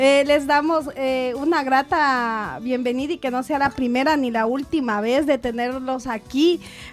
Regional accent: Ecuador; nuestras raíces, a nuestro lindo Ecuador

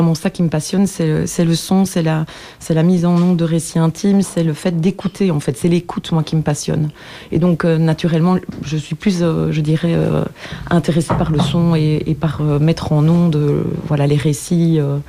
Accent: Wallonia, Belgium; moved away as an adult; now in Brussels, Belgium; moi-même donc je suis ardennaise, j'habite à Bruxelles depuis plus de 25 ans, donc depuis que j'étudie

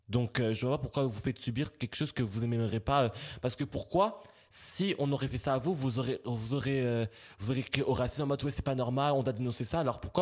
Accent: Belgium; Je suis belge, je suis né en Belgique.

